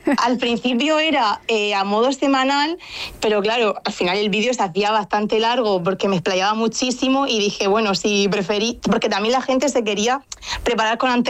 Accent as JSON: {"language": "Spanish", "region": "Region of Murcia", "country": "Spain", "also_born_or_lived": "Madrid", "said": "estuve un tiempo viviendo en Madrid y uh-huh. cuando coincidía con más murcianos"}